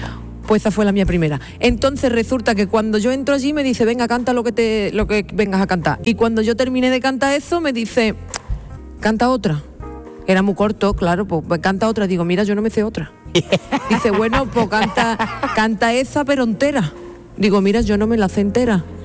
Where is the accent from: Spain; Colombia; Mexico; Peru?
Spain; Jerez de la Frontera, Andalusia; born there; Claro, porque nací en Jerez.